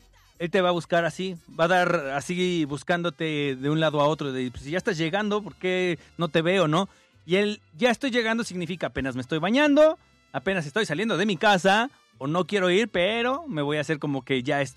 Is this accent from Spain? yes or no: no; Mexico; lo que nosotros como mexicanos hacemos